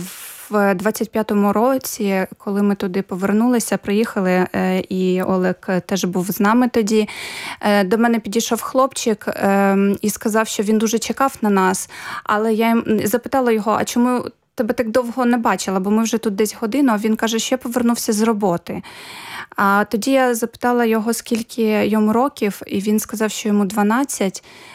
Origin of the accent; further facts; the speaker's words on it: Mykolaiv, Mykolaiv Oblast, Ukraine; moved away as an adult; перший раз я виїхала з Миколаєва, коли мені було вже за 20